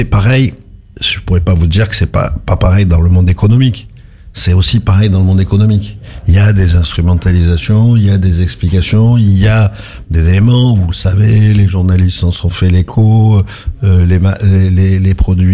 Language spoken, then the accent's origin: French; Marseille, Provence-Alpes-Côte d'Azur, France; en tant que Marseillais